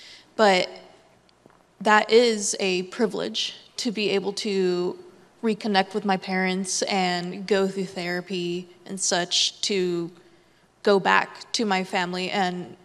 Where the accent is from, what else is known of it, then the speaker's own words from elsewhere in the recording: Los Angeles, California, United States; moved away as an adult; now in Santa Barbara, United States; I grew up in LA, raised and born, or born and raised, actually, not the reverse.